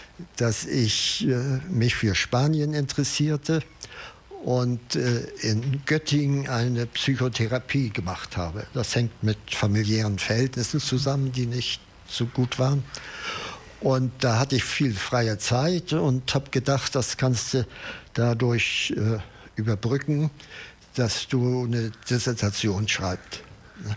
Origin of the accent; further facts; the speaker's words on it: West Pomeranian Voivodeship, Poland; moved away as an adult; also born or lived in Mecklenburg / Dresden / Berlin / Heidelberg; now in Travemünde, Germany; Wir stammen aus Pommern und ich habe nur Bauern in bei meinen Vorfahren. Und zwar haben die mütterlicherseits auf einer kleinen Insel im Oder-Mündungsgebiet gelebt.